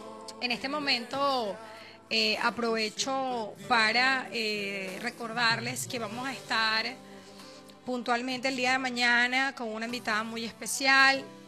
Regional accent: Venezuela; como venezolanos todos nos sentimos muy abatidos por lo sucedido.

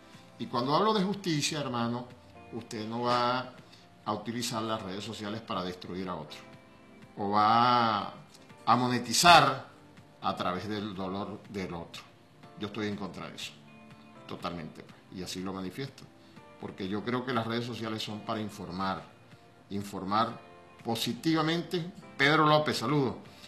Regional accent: Cantaura, Anzoátegui, Venezuela; moved away; allá en mi pueblo, mi amado pueblo en Cantaura, en Chamariapa, donde nací hace 61 años

